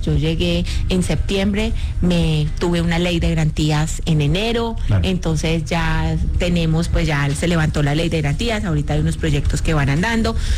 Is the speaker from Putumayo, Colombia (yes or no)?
yes; Puerto Asís, Putumayo, Colombia; Puerto Asís, Putumayo.